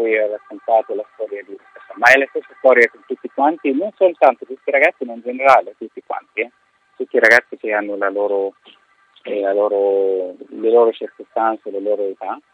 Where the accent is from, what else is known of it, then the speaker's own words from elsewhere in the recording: Egypt; non perché sono egiziano, perché sono egiziano, ma perché veramente il numero più alto dei ragazzi viene proprio dall'Egitto.